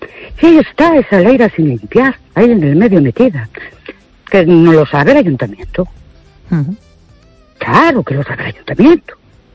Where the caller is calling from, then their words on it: Ourense, Galicia, Spain; de Ourense.